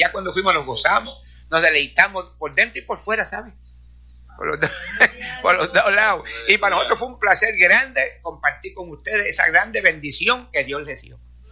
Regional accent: Puerto Rico; born there; moved away; Yo me acuerdo allá en Abra, cuando yo vivía allá en Abra, que andábamos por allí descalzo y con pantalones cortos.

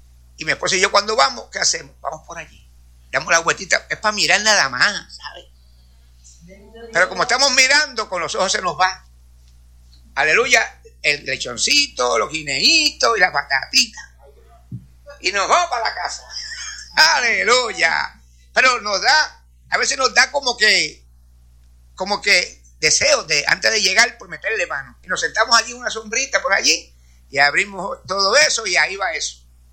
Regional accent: Corozal, Puerto Rico; moved away; allá en Puerto Rico, también cerca de mi pueblo, yo soy de Corozal, pues está el pueblo de Vega Alta.

